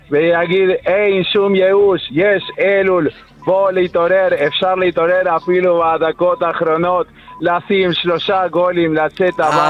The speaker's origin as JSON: {"language": "Hebrew", "country": "Argentina", "accent": "Argentine", "lives_now": "Jerusalem, Israel", "said": "מארגנטינה"}